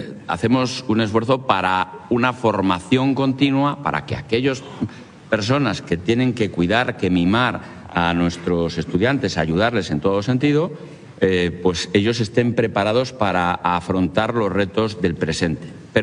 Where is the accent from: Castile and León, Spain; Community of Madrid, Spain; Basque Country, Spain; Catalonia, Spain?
Castile and León, Spain; Salamanca; yo soy salmantino.